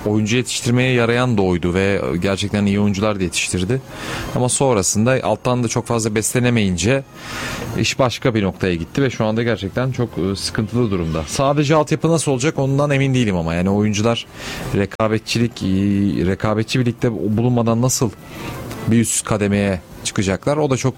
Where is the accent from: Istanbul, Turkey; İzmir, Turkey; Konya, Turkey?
İzmir, Turkey; Gaziemir; Doğal yani, yoldan Gazemirliyim.